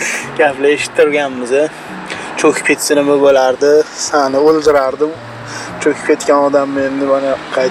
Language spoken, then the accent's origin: Uzbek; Tashkent, Uzbekistan; Biz endi Samarqand darvozasida tug'ilib katta bo'lganmiz. Samarqand darvozasida yoshligimiz o'tgan.